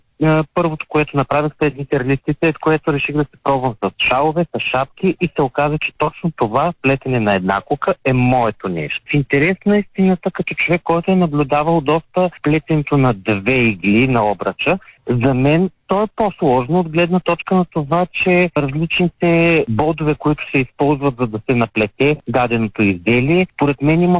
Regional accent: Ruse, Ruse Province, Bulgaria; born or raised there

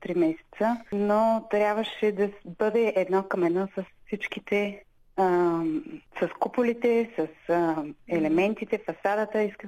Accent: Smolyan, Smolyan Province, Bulgaria; един от най-емблематичните символи на родния ми град, всъщност Смолян.

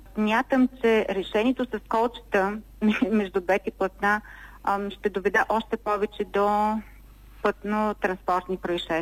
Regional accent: Plovdiv, Plovdiv Province, Bulgaria; аз съм от Пловдив

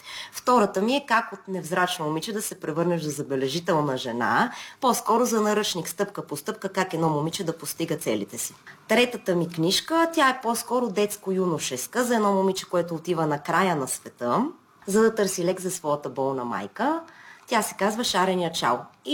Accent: Sofia, Sofia City, Bulgaria; born there; И в София живея в момента. Родена съм в София, малко прекарах време.

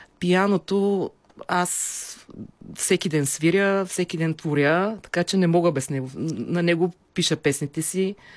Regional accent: Shabla, Dobrich Province, Bulgaria; аз съм родом от Шабло, аз съм израснала на морето, той изцяло в мен.

